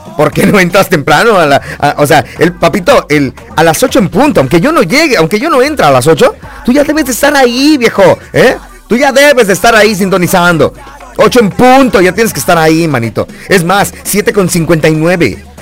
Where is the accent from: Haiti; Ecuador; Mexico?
Mexico; Tapachula, Chiapas; moved away; Imagínate, yo salí de Tapachula en el año 2007. Y del 2007 a la fecha creo que solamente he ido una vez.